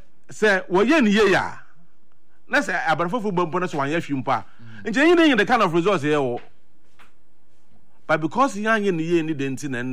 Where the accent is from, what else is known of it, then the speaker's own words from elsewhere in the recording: Cape Coast, Central Region, Ghana; born there; You know, I was born in Cape Coast.